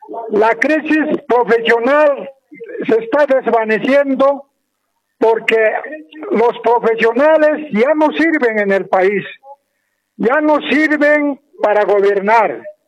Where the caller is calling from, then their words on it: La Paz, Bolivia; de La Paz.